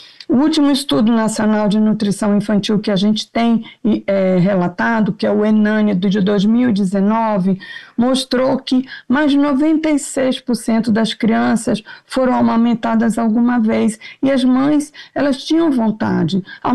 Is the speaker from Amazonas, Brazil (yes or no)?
yes; Amazonas, Brazil; Eu sou do Amazonas